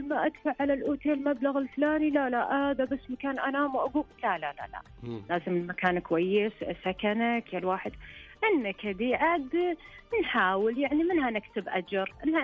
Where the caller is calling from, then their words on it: Riyadh, Riyadh Province, Saudi Arabia; من الرياض.